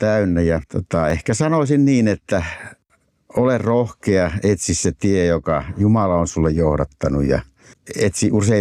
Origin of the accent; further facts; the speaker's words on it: Laukaa, Central Finland, Finland; moved away as an adult; also born or lived in Helsinki; now in Vantaa, Finland; mä oon syntynyt Laukaassa ja sitten sieltä vanhempien mukana kierros Helsingin kautta takaisin Laukaaseen ja siellä vietin lapsuuteni ja 64 vuonna muutettiin sinne ja sitten 78 sitten armeijan jälkeen läksin maailmalle ja sillä tiellä ollaan. Nyt ollaan Vantaalla Annikin kanssa